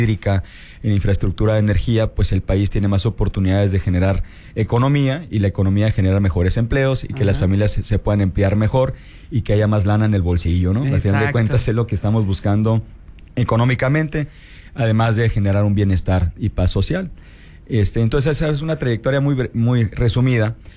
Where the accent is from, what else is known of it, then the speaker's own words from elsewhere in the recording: Sonora, Mexico; Y yo siempre he estado convencido como buen sonorense de que lo que nos abre puertas es el mérito